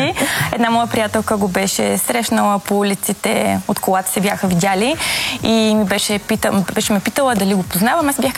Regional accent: Plovdiv, Plovdiv Province, Bulgaria; Израснала съм в Пловдив, най-стария жив град в света и съм горда пловдивчанка.

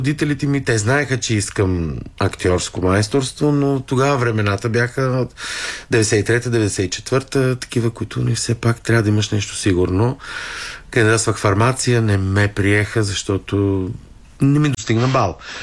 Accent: Cherven Bryag, Pleven Province, Bulgaria; moved away; аз съм израсъл в Червен бряг, роден съм в Плевен, израсъл съм в Червен бряг

